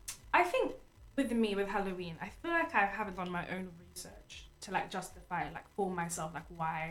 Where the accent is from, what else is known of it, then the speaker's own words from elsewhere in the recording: Ghana; I'm Ghanaian, so I've only grown up with my mom telling me, you better not go out, you better not do this.